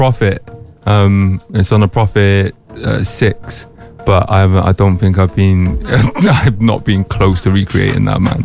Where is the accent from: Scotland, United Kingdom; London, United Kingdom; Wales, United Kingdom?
Wales, United Kingdom; Newport; people don't know I'm from Newport.